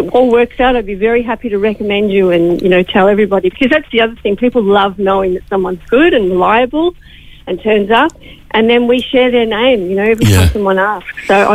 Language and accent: English; Australia; now in Ireland; You've probably picked up from my accent where I'm from originally.